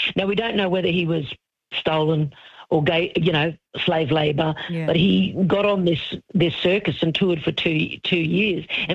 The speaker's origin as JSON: {"language": "English", "town": "Mergan", "region": "Queensland", "country": "Australia", "tie": "born or raised there", "said": "Yeah, well, I grew up in Mergan in the 70s, and as I said before, my mum was Aboriginal, my dad's white, but he wasn't around in my life when I was growing up, so I grew up very much with my black mum"}